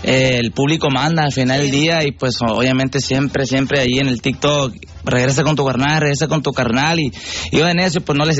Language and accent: Spanish; Los Angeles, California, United States; also born or lived in Páramo, California; De Páramo, California, sí, machín. Pero crecimos en Boyle Heights.